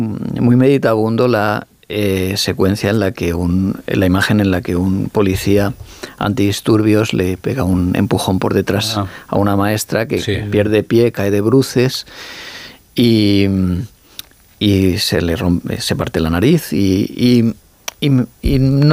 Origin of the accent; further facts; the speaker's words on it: Alicante, Valencian Community, Spain; Y soy alicantino, o sea, valenciano.